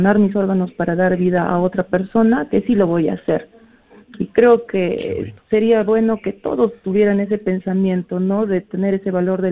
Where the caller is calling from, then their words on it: Arequipa, Peru; los estoy llamando desde Cerro Colorado.